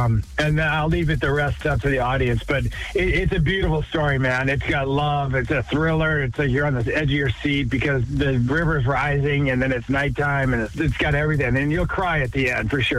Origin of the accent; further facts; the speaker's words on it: Plymouth, Massachusetts, United States; and then I also was able to shoot in my hometown of Plymouth, Massachusetts.